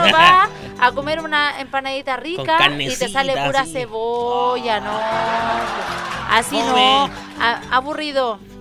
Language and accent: Spanish; Chile; Porque somos chilenos todo el año.